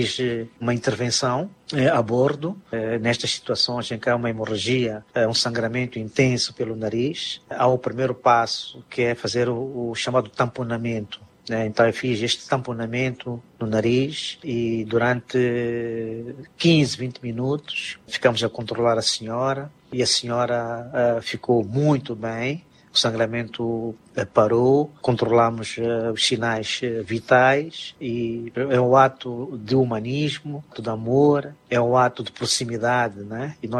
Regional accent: Mozambique; conseguimos doar as nossas mãos e salvar uma vida, e isto nos orgulha como moçambicanos.

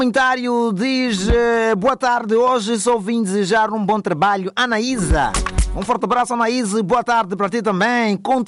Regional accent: France; also born or lived in Dubai, United Arab Emirates / Abu Dhabi, United Arab Emirates / Portugal; now in Mozambique; Já sabes, amigo ouvinte, que eu nasci em Dubai, a minha infância resume-se na França. Fiz ensino primário em Abu Dhabi. O ensino secundário foi em Portugal. Recentemente cheguei a Moçambique.

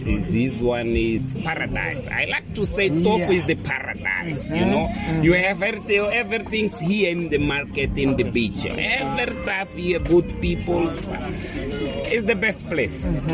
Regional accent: Maputo, Maputo City, Mozambique; English is a second language; now in Inhambane, Mozambique; You know, I'm Mozambican. I born in Maputo. I grew up in Maputo.

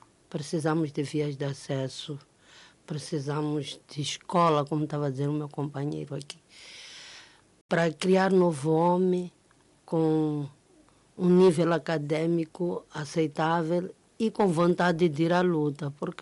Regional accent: Mozambique; sou da sociedade civil, mas antes de ser da sociedade civil, sou moçambicana.

